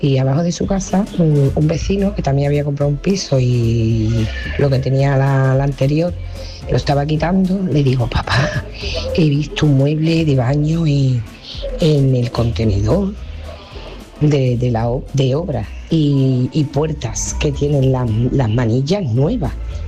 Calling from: Huelva, Andalusia, Spain; Hola, buenos días … de Huelva.

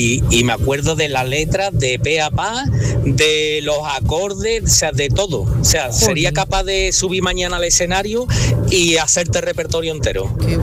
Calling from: Seville, Andalusia, Spain; de Sevilla.

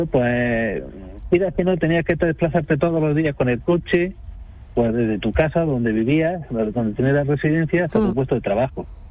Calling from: Arenas del Rey, Andalusia, Spain; ahora mismo estoy en una finca agrícola que está en Arenas del Rey, en la provincia de Granada.

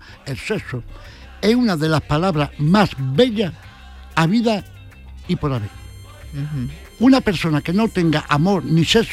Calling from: Jerez de la Frontera, Andalusia, Spain

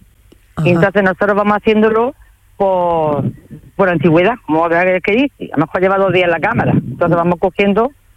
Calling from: Almería, Andalusia, Spain; Estoy en Ruesca, Almería.

